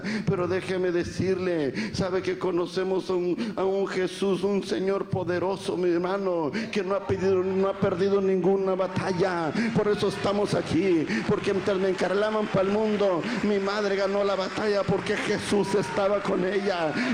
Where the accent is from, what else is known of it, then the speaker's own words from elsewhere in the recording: Matamoros, Tamaulipas, Mexico; yo soy nativo de la ciudad de Matamoros, Tamaulipas, México.